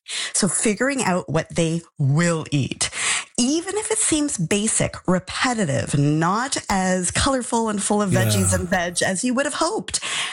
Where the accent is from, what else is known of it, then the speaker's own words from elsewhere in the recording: Montreal, Quebec, Canada; I'm from Montreal